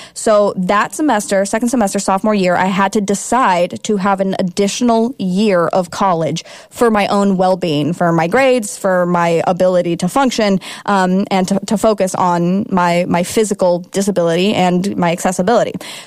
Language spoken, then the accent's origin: English; Kansas, United States; moved away as an adult; They're on the East Coast, and I'm from Kansas, middle of the country.